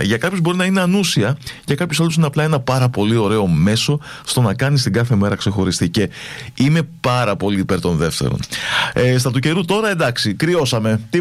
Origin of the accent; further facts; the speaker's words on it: Greece; αλλά είμαι Έλληνας